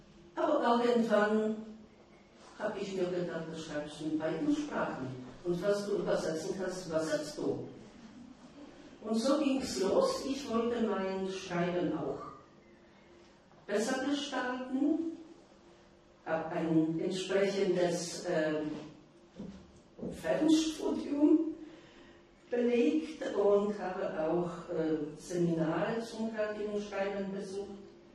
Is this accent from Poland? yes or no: yes; Poland; first language Polish; German is a second language; moved away; dass man in meiner Muttersprache, das war Polnisch, dann als ich aus Polen weg war, habe ich nicht geschrieben, weil ich dachte, naja, mein Deutsch ist gut, aber nicht gut genug dafür.